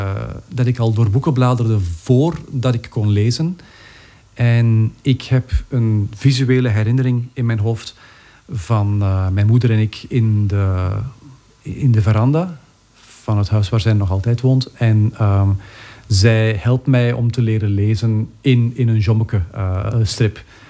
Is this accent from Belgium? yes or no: yes; Kruibeke, Flanders, Belgium; now in Antwerp, Belgium; ik ben zelf niet van Antwerpen. Ik ben van Kruibeke, dus ik moet voorzichtig zijn wat ik zeg. Want Antwerpenaren zijn trots op hun stad. En ik woon er al jaren.